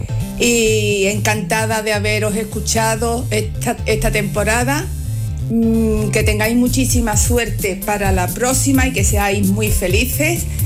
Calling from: Algeciras, Andalusia, Spain; de Algeciras.

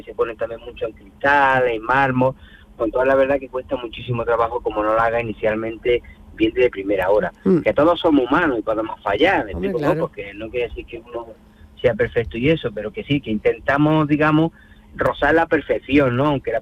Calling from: Granada, Andalusia, Spain; Somos de Granada.

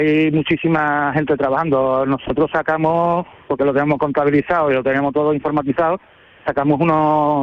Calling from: Seville, Andalusia, Spain; estoy en el Hospital Virgen de Rocío de Sevilla.

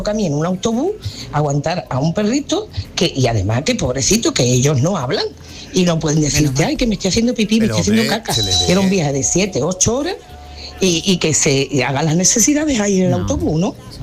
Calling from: Huelva, Andalusia, Spain; de Huelva.

